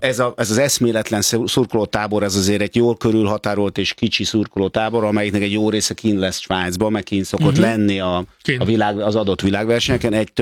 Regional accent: Hungary; Mondtuk, hogy igen, magyarok vagyunk.

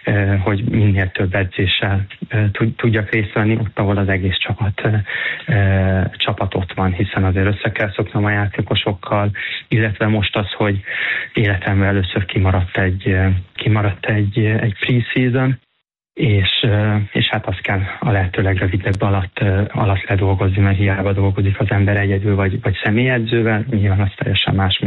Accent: Hungary; moved away; also born or lived in Italy; Örülök, hogy végre Magyarországon magyarként itteni játékosnak tekintenek rám.

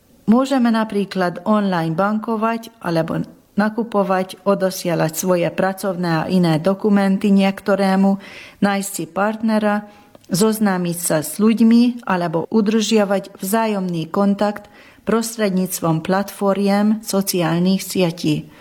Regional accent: Lucina, Nógrád, Hungary; born or raised there; also born or lived in Budapest; now in Salgótarján, Hungary

